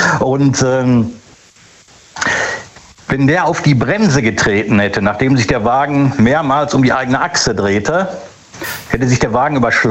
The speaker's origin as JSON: {"language": "German", "town": "Gelsenkirchen", "region": "North Rhine-Westphalia", "country": "Germany", "said": "Buhr, Gelsenkirchen."}